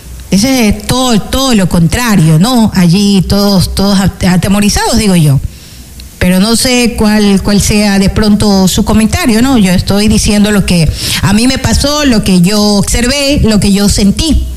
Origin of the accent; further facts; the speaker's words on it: Ecuador; nosotros como ecuatorianos creo que siempre hemos mostrado que somos personas de bien